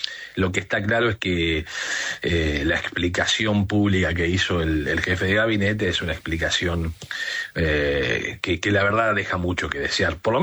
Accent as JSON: {"language": "Spanish", "town": "San Miguel", "region": "Buenos Aires Province", "country": "Argentina", "said": "Yo soy de San Miguel."}